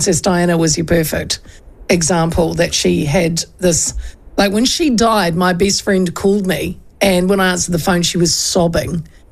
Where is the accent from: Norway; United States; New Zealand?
New Zealand; Hastings, Hawke's Bay; I interviewed this gentleman from Black Betty Barbecue Smoky Blue from my hometown of Hastings.